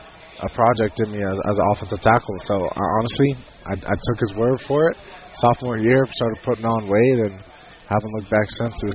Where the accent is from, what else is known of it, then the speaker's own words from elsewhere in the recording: Lawrence, Kansas, United States; Yeah, you know, that was a hard one for me growing up in Lawrence